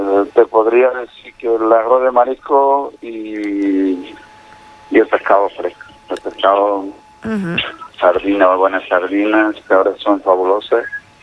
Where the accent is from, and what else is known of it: Portugal; Spanish is a second language; now in Badajoz, Spain